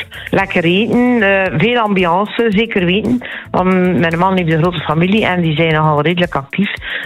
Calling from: Ledegem, Flanders, Belgium; Wij wonen in Ledenhem

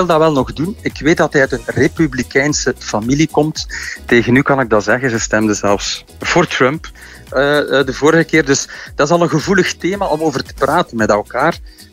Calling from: Belgium

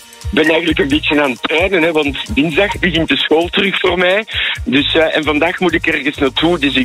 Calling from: Brussels, Brussels-Capital Region, Belgium; accent: Brussels; Ja, ik ben een Brusselaar, dat klopt. Ik woon in Aldergem.

